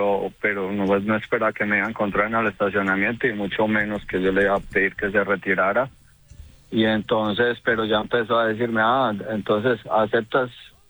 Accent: Antioquia, Colombia; somos de sangre paisa, sangre de arrieros.

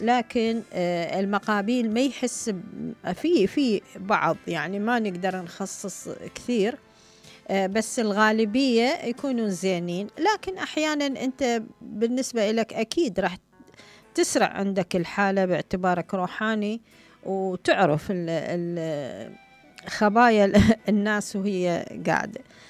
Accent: Iraq; moved away; أنا أتكلم عن بلدي العراق

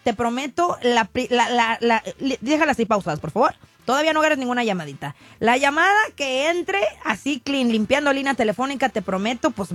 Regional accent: Tijuana, Baja California, Mexico; Yo soy de Tijuana

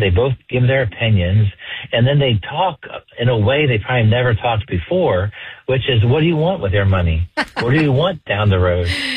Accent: United States; as an American.

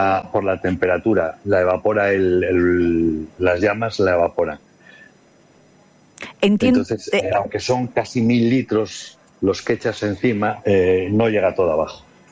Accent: Ponferrada, Castile and León, Spain; te recuerdo que yo soy de Ponferrada y cuando se quema esa zona, parte de mí se quema.

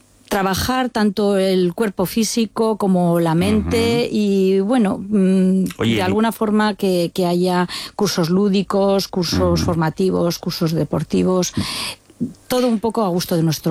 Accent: Spain; Bueno, ya sabes, somos españoles.

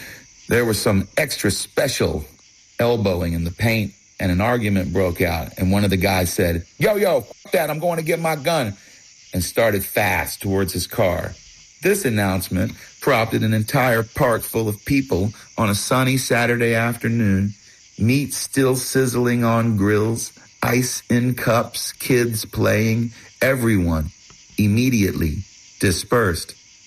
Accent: Charlotte, North Carolina, United States; I played a bit of basketball. I was from Charlotte.

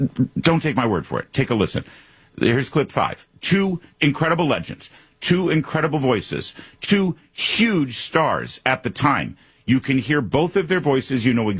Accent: Michigan, United States; growing up in Michigan, it was hardly, you know, country music land where I grew up, right outside of Detroit.

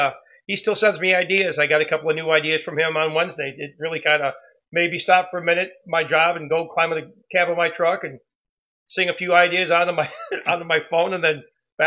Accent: Marseilles, Illinois, United States; Born and raised in Marseilles, Illinois. I've been back and forth to, like, Arizona a few times, but there's no place like a home, they say, so I'm back in Marseilles, and I went to Marseilles High School, graduated in 1979.

